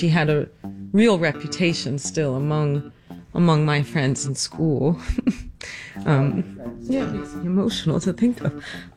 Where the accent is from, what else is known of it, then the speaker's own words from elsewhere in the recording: Greenwich, Connecticut, United States; What I saw growing up in Greenwich, Connecticut in the 80s and 90s, when Greenwich was truly the bedroom town of Wall Street.